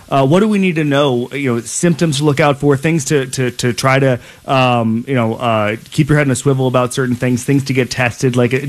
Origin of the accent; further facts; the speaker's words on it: Florida, United States; I mean, I'm from Florida, but I don't know much about the South Carolina community.